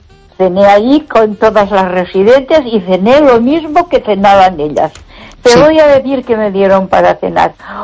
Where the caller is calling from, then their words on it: Castile and León, Spain; yo vivo, claro, yo vivo en León, mi marido también trabajaba aquí en León, entonces teníamos que estar aquí.